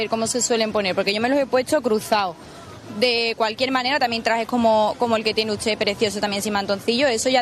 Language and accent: Spanish; Seville, Andalusia, Spain; yo soy de Sevilla